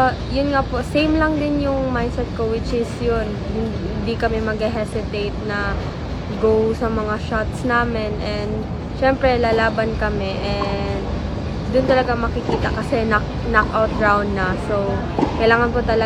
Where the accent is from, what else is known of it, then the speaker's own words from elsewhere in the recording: Mlang, Soccsksargen, Philippines; since nung bata pa po ako sa province ko po, Mlang, North Cotabato and Cotabato province po.